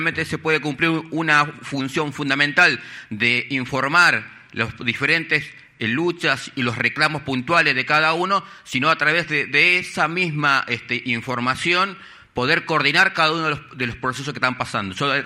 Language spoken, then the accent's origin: Spanish; Comodoro Rivadavia, Chubut, Argentina; en la Patagonia, yo soy de Comodoro Rivadavia